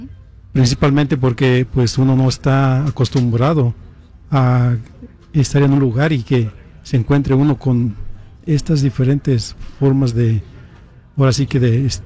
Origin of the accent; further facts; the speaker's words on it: San Miguel de Allende, Guanajuato, Mexico; moved away; Yo soy originario de Guanajuato, soy de San Miguel de Allende, Guanajuato.